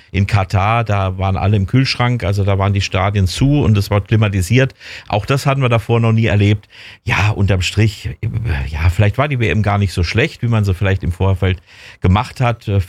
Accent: Germany; Und natürlich als Deutsche haben wir versprochen, dass eigentlich aus der NATO keine Bündnisse im Sinne von Waffen weiter in den Osten ziehen.

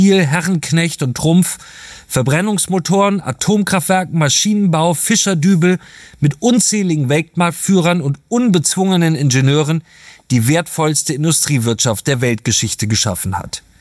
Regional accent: Germany; Als Gesellschaft, als Deutsche sind wir fähig, uns ein einzigartig lebenswertes Land zu schaffen

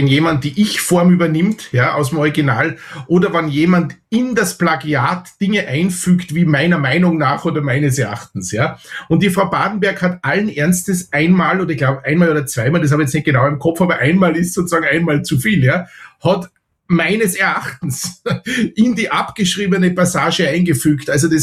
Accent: Austria; ich bin Österreicher

